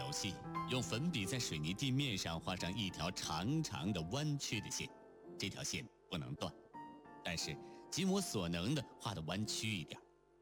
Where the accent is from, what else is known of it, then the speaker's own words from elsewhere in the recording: Sichuan, China; now in Chengdu, China; 我的老家是外婆家，在川北腹地的一片丘陵地带，世代农耕之地，出产红苕。